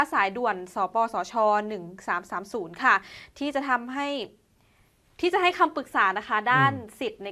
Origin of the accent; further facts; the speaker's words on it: Roi Et Province, Roi Et, Thailand; now in Chanthaburi, Thailand; หนูเป็นคนจังหวัดร้อยเอ็ดค่ะ